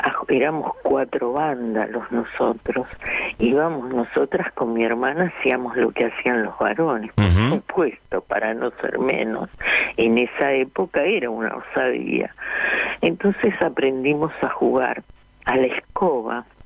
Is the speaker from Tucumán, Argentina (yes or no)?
no; Mar del Plata, Buenos Aires Province, Argentina; el recuerdo es la infancia en Mar del Plata.